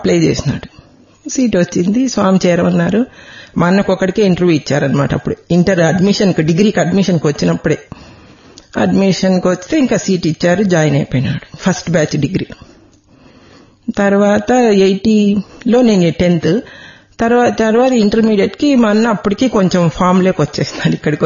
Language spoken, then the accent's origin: Telugu; Katpadi, Tamil Nadu, India; born there; నేను కూడా అక్కడే పుట్టాను కాట్పాడిలో ఉన్నప్పుడు 65.